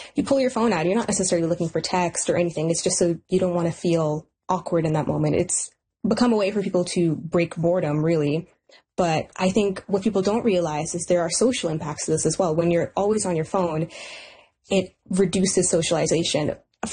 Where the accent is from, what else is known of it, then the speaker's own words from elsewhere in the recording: Richmond, British Columbia, Canada; growing up in Richmond City Center, Richmond is an immigrant city. Richmond City Center is an immigrant neighborhood.